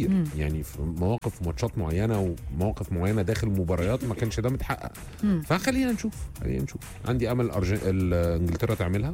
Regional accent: Egypt; انتوا تعرفوا ان لحد دلوقتي كل الناس بجميع الجنسيات اللي يعرفني اني مصري

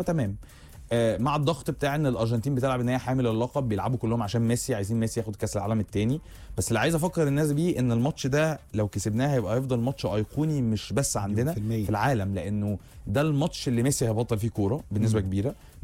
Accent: Egypt; احنا كمصريين

